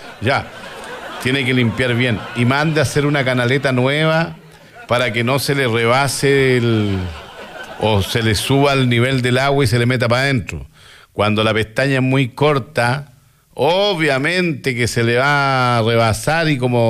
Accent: Chile; somos los chilenos

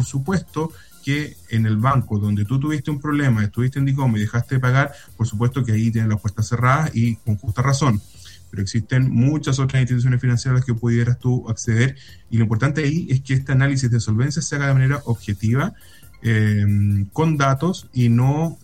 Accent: Viña del Mar, Valparaíso, Chile; also born or lived in Villa Alemana; nosotros somos de Viña. Sí, sí. Bueno, yo especialmente tengo mi corazón dividido entre Villa Alemana y Viña del Mar. Estudié en Valparaíso, estudié en la Universidad Católica de Valparaíso

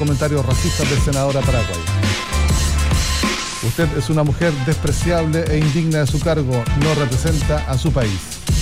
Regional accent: Chile

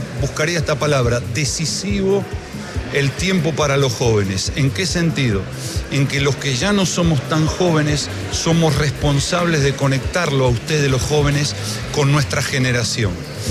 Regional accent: Argentina; Vengo de Argentina, ustedes lo saben.

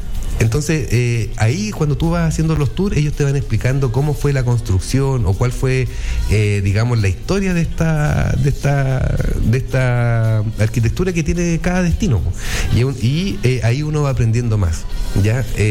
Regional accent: Chile; vengo de Chile

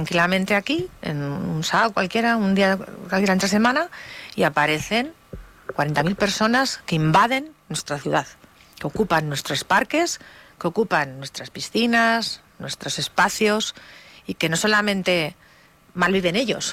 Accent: Huesca, Aragon, Spain; como oscense y sobre todo como española

